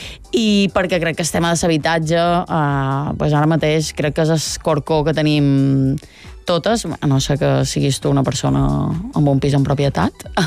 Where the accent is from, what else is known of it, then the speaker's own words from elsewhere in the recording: Balearic Islands, Spain; now in Barcelona, Spain; no només per la gent que som de Mallorca i vivim a Barcelona, que també